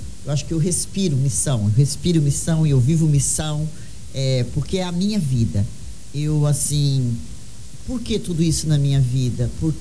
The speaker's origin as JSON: {"language": "Portuguese", "town": "Terra Boa", "region": "Paraná", "country": "Brazil", "tie": "born there", "said": "eu nasci em Terra Boa, numa cidadezinha do Paraná."}